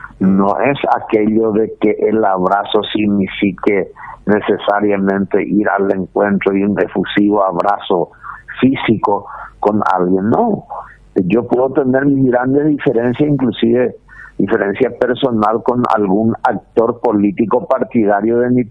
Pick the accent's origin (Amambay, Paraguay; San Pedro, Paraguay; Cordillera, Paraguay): Cordillera, Paraguay; yo soy de Cordillera.